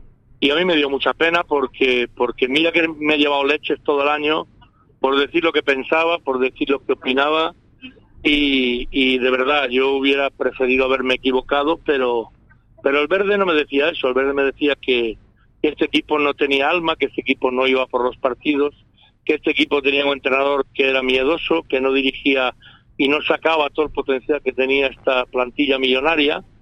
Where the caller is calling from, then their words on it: Marín, Galicia, Spain; Hola, muy buenas tardes, y hoy sí, calurosas desde mi pueblo, desde Marín, Pontevedra, y nada.